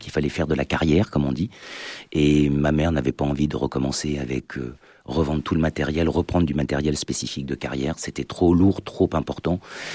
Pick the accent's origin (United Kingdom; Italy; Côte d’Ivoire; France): France; Saumur, Pays de la Loire; Je suis de Saumur et je suis né à Saumur.